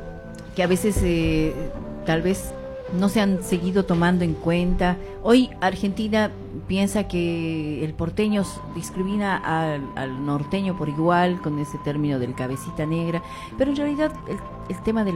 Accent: Bolivia; moved away; nosotros como bolivianos

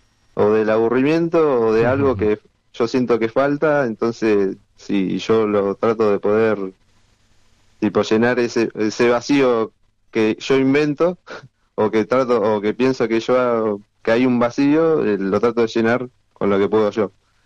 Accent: Viedma, Río Negro, Argentina; Acá hay algo que aclarar, que soy de Viedma, de Río Negro

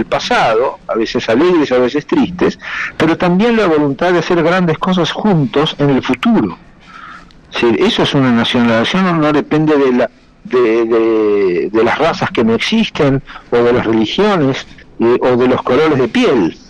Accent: Argentina

